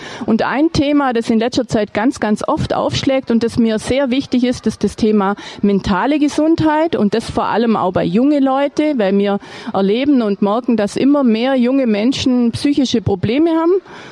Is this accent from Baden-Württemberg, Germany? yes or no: yes; Wangen im Allgäu, Baden-Württemberg, Germany